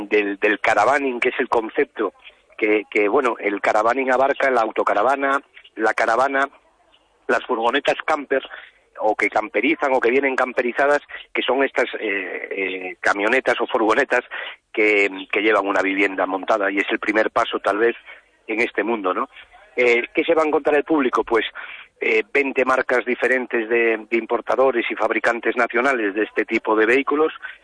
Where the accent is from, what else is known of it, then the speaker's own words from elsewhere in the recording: Vigo, Galicia, Spain; born there; yo soy vigués de nacimiento, pero esto nace en el primer salón del automóvil del sur de España